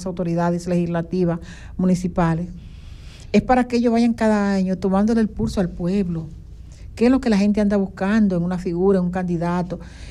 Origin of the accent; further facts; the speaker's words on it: Dominican Republic; La República Dominicana, necesitamos que bien nos gobiernen